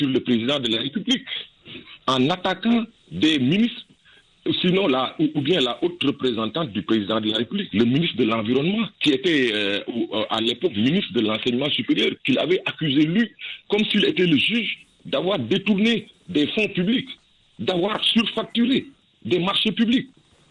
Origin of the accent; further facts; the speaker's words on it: Senegal; Et nous sommes contents, nous, en tant que Sénégalais